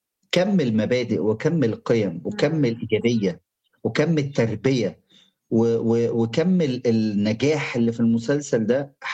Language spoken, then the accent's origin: Arabic; Egypt; مش بتكلم احنا هنا كبس كمصريين، لا انا بتكلم كعرب او كشرق اوسط